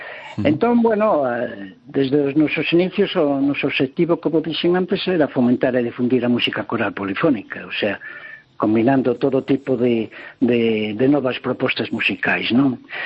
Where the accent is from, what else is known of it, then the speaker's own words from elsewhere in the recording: Cabanas, Galicia, Spain; a vosa cidade, a Coruña, de onde son eu, Eu nacín, non nacín na capital, eu nacín en un concello chamado Cabanas, ao lado de Pontedeume